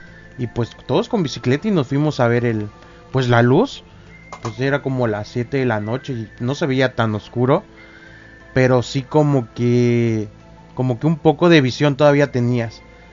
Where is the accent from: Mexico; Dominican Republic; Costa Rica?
Mexico; Chetumal, Quintana Roo; yo soy de Chetumal.